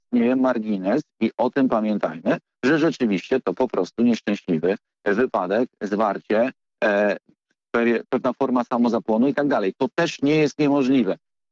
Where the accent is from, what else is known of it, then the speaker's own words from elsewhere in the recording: Warsaw, Masovian Voivodeship, Poland; Jestem warszawiakiem od pokoleń i dzięki temu jestem trochę wyostrzony